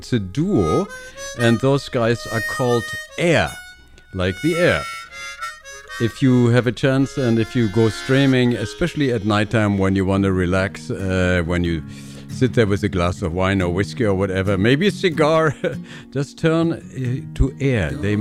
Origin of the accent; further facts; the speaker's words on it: Germany; accent: German; English is a second language; moved away; Somebody made fun of my German accent.